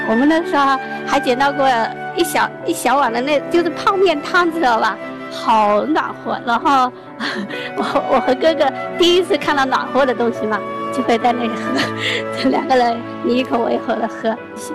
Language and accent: Chinese; Shangrao, Jiangxi, China; 我来自江西上饶，然后我是在一个仓库里搬螺丝的。